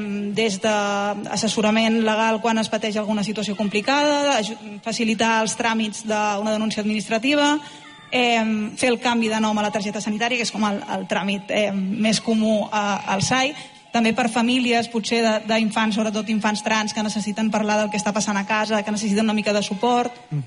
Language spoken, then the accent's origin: Catalan; Castellón de la Plana, Valencian Community, Spain; moved away as an adult; now in El Vendrell, Spain; Jo sóc valenciana, sóc de Castelló.